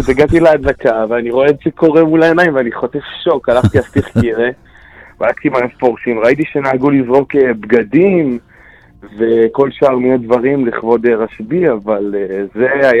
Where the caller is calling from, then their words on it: Southern District, Israel; אנחנו בדרום ליד הכור הגרעיני בדימונה